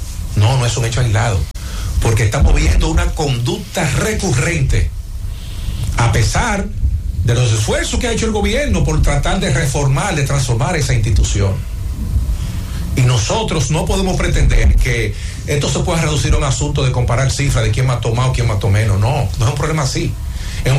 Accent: Dominican Republic; Somos todos dominicanos.

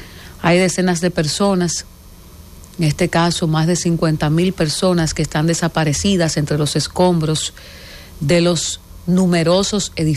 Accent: Dominican Republic

